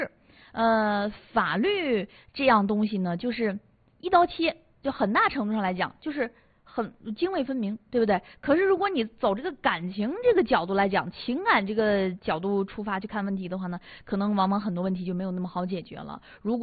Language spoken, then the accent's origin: Chinese; Northeast China, China